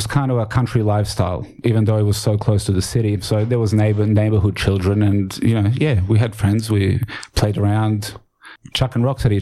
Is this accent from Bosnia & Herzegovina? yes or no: yes; Bosnia & Herzegovina; It was Herzegovina, because I'm from Bosnia and Herzegovina.